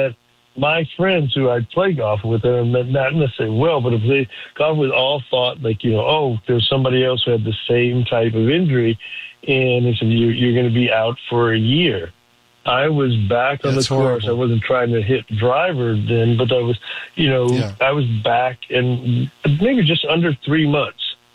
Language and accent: English; Chicago, Illinois, United States; Well, I think now from my hometown, I know Chicago.